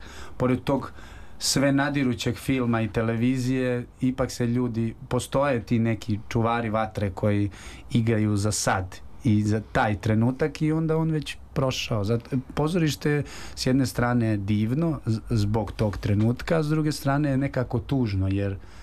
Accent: Užice, Šumadija and Western Serbia, Serbia; za grad Užice, kojega je nažalost, odakle sam ja

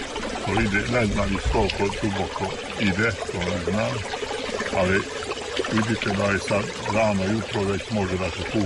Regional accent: Senta, Vojvodina, Serbia; Mi smo iz Sente došli, pa dolazimo često

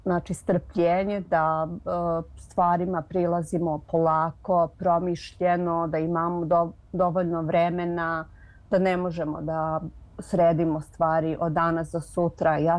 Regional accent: Serbia; drugačije nego što su u Srbiji ili koje su slične kod nas u Srbiji

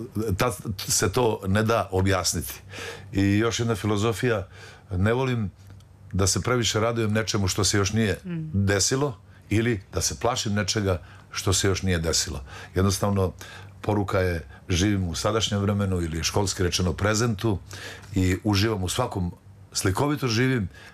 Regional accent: Loznica, Šumadija and Western Serbia, Serbia; ja sam inače Lozničanin, rođen sam u Loznici

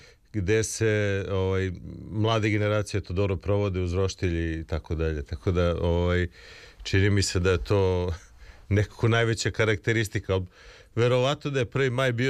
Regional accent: Belgrade, Serbia; Ja sam odrastao na Dušanovcu, znam da to Romi iz Marinkove Bare posebno slava

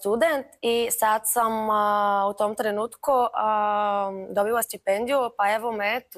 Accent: Sofia, Sofia City, Bulgaria; Serbian is a second language; Zdravo svima, ja dolazim iz Bugarske, iz Sofija grada … studiram srpski i hrvatski jezik već 5 godina.

